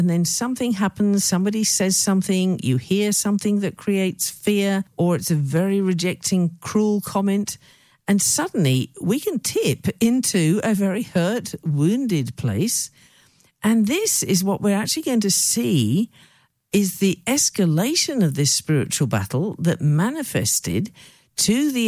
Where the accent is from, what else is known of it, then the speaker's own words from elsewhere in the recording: United Kingdom; I remember growing up in the United Kingdom